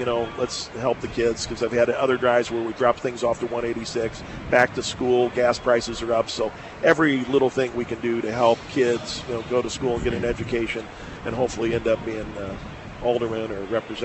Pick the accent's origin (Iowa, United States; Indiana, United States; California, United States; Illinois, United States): Illinois, United States; It's the Illinois State Fair. It's in my hometown. It's in my district.